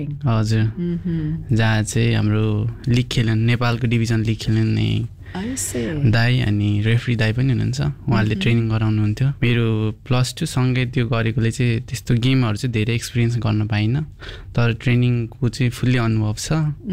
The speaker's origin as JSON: {"language": "Nepali", "town": "Ilam", "region": "Koshi Province", "country": "Nepal", "tie": "born or raised there", "said": "मेरो चाहिँ इलाम हो।"}